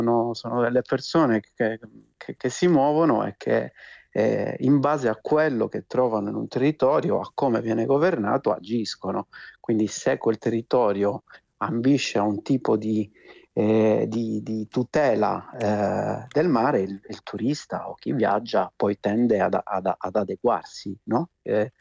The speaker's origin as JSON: {"language": "Italian", "region": "Calabria", "country": "Italy", "moved": "as an adult", "lives_now": "Sardinia, Italy", "said": "io sono calabrese, mi sono trasferito a vivere in Sardegna da 13 anni"}